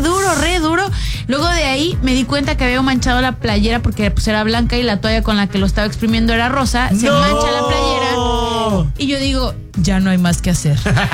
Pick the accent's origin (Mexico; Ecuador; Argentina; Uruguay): Mexico